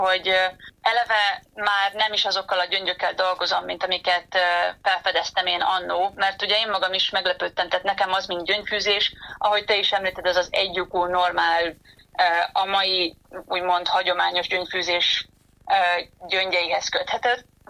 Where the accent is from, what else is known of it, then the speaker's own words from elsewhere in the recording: Onga, Borsod-Abaúj-Zemplén, Hungary; moved away as an adult; now in Spain; Gyerekkoromban kezdtem el még annó Ongán, ugyanis részben én Ongán nőttem föl, borsodi gyerekként.